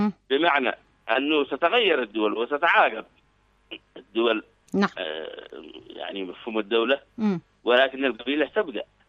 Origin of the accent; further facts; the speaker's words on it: Yemen; ونحن كيمنيين متساوون على أرض اليمن